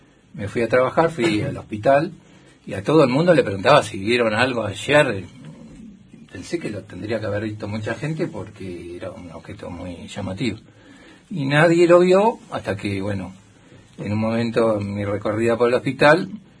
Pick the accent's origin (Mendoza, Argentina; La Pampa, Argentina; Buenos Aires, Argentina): Buenos Aires, Argentina; Yo vengo de Buenos Aires, capital.